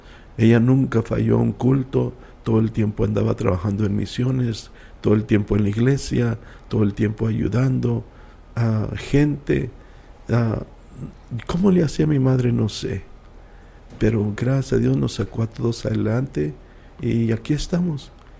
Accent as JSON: {"language": "Spanish", "town": "El Paso", "region": "Texas", "country": "United States", "tie": "born there", "said": "Mira, nosotros, yo y tú y Rosa, nacimos en el Paso, en un hospital de monjas, ¿ok? Allí nacimos en el Hospital San José, que estaba en el centro."}